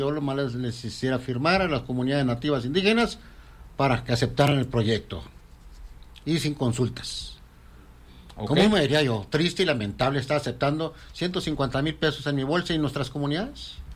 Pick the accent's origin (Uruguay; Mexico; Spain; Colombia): Mexico; Chihuahua; si todos somos de Chihuahua.